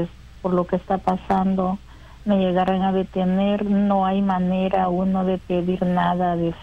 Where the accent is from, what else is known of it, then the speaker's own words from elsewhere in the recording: El Salvador; now in United States; pues yo soy de El Salvador